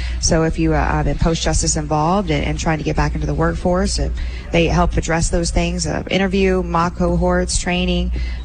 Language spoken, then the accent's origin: English; Kansas City, United States; also born or lived in Venezuela / Oklahoma City; now in Arkansas, United States; but I grew up in the States. Grew up in Kansas City, and then I moved here from Oklahoma City.